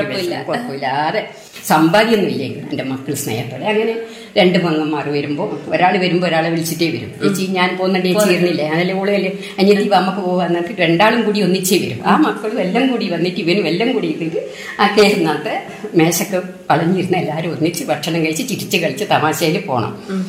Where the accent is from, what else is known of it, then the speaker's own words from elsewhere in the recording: Pariyaram, Kerala, India; അല്ല അവരിലൂടെ എന്റെ നാട് പരിയാരത്ത, ഇവിടെ പരിയാരം പറയുന്ന നിങ്ങള് പാലോട്ടുവള്ളി